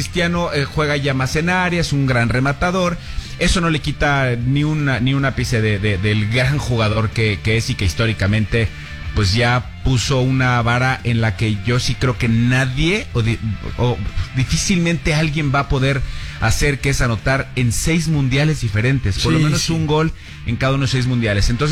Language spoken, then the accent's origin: Spanish; Mexico; y como mexicano, pues sí te da como esa cosita, es el rival lógico del área, ¿no?